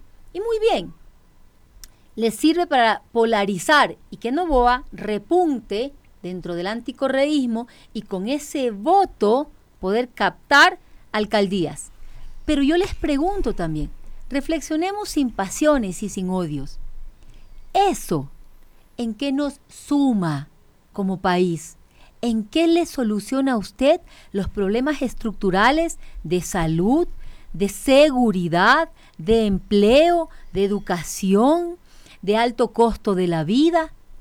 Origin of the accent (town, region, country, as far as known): Ecuador